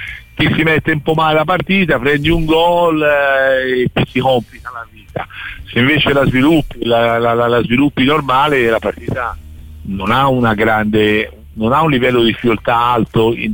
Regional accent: Tuscany, Italy; siamo toscani

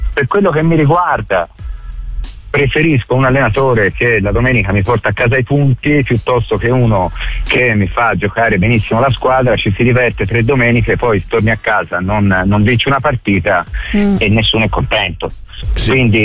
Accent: Florence, Tuscany, Italy; siamo fiorentini

